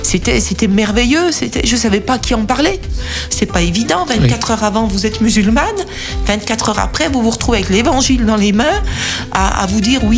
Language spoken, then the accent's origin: French; Saint-Claude, Bourgogne-Franche-Comté, France; born there; parce qu'à Saint-Claude, ville où je suis née, dans le Haut-Jura, communauté musulmane très très importante.